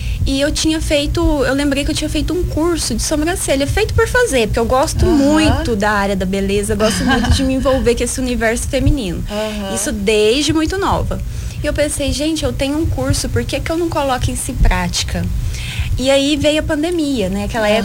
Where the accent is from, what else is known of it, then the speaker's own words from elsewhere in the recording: Tupaciguara, Minas Gerais, Brazil; Nasci aqui. Sou Sim. nascida e criada aqui em Tupaciguara, mas precisei sair em busca de oportunidades.